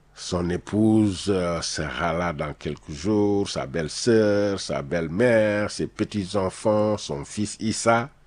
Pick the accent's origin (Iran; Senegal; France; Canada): Senegal; On revient chez nous au Sénégal.